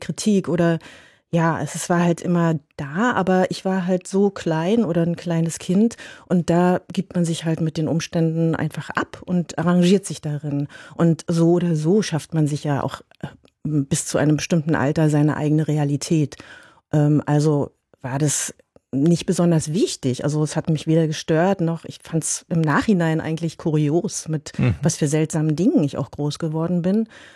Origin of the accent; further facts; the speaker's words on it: East Germany, Germany; die DDR musste mit rein, weil ich ja dort groß geworden bin